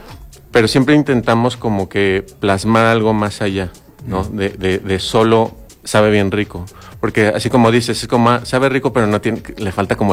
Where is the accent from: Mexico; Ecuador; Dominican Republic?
Mexico; León, Guanajuato